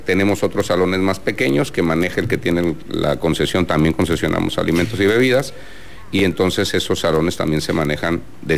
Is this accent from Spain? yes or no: no; Mexico City, Mexico; now in Villahermosa, Mexico; yo vengo de la Ciudad de México hace muchos años, y la cultura en la Ciudad de México, en una ciudad con tanta gente, en una ciudad con tanta contaminación